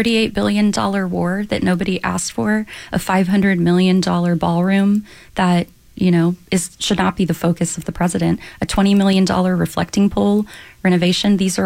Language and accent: English; Corpus Christi, Texas, United States; I come from a working class family in South Texas. I was raised in Corpus Christi by a single mom.